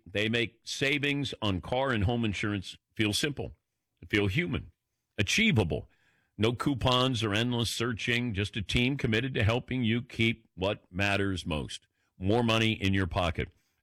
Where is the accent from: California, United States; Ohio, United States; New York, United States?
Ohio, United States; Dayton; when he found out that I was from the Dayton area, he goes, oh, the Dayton Gems.